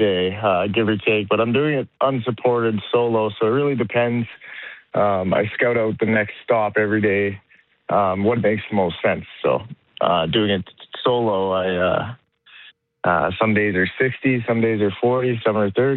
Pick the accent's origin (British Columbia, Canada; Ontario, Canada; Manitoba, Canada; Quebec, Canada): Ontario, Canada; Dryden; So it's going to be pretty special getting to my hometown.